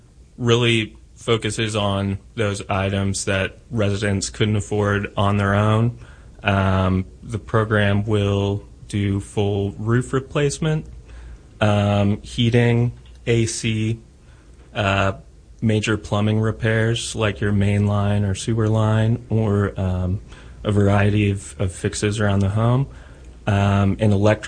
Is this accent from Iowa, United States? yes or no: no; St. Louis, Missouri, United States; moved away as an adult; now in Kansas City, United States; I'm actually from St. Louis.